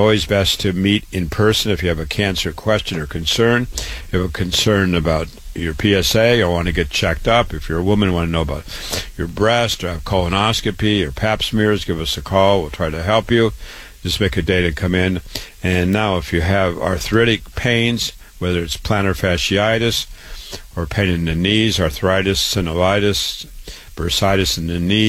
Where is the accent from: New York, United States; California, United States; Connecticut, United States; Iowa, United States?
Iowa, United States; Waterloo; just to introduce myself for a moment, I was born and raised in Waterloo, Iowa. I went to public schools, medical school, graduated MD at 25